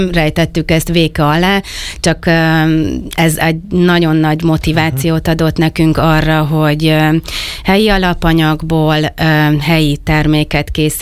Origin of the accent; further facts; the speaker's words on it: Balatonfüred, Veszprém County, Hungary; also born or lived in Tihany; Én balatonfüredi születésű vagyok. Balatonfüreden éltünk, viszont Tihanyban töltöttük a mindennapjainkat, már szüleink is Tihanyban vállalkoztak, úgyhogy a balatoni nyarakat strandolás helyett Tihanyban töltöttük, élveztük, úgyhogy balatonfüredi és tihanyi